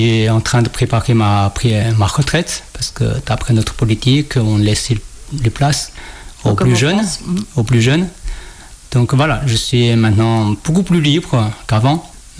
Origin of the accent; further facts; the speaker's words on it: Shaanxi, China; je rentre très peu chez mon pays natal, qui n'est pas à Wujian, qui est dans la région de Xi'an